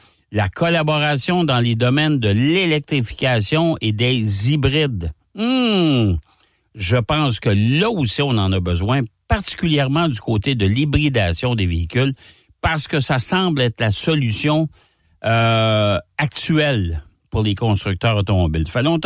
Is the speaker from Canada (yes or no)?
yes; Canada; chez nous, au Canada.